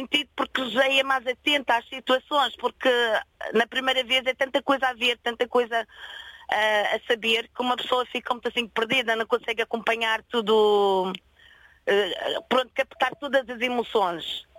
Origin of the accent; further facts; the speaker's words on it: Porto Santo, Madeira, Portugal; Eu sou da Ilha do Porto Santo.